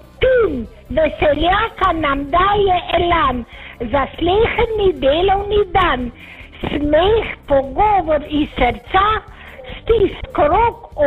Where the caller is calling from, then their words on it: Celje, Savinja, Slovenia; Kdo sem pa jaz iz Celja?